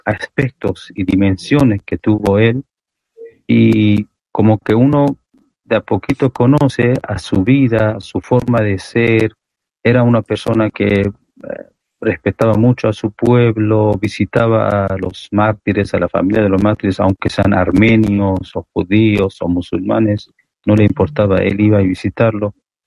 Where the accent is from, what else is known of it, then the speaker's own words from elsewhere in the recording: Iran; cualquier país que van, más que nada los países que sufrieron mucho de imperialismo, decimos que somos de Irán, son: wow, Irán, aplauden, nos abrazan y dicen, sí, los iraníes.